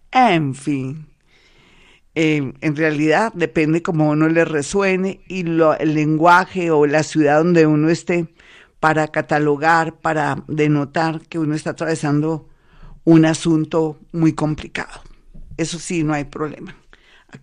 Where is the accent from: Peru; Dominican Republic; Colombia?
Colombia